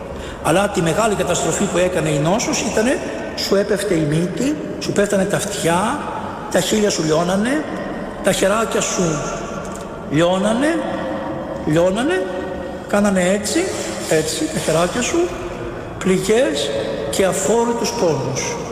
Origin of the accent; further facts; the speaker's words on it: Greece; also born or lived in Athens; Οι γονείς μου φύγανε από το χωριό μου και ήρθανε στην Αθήνα για καλύτερες σπουδές των παιδιών τους.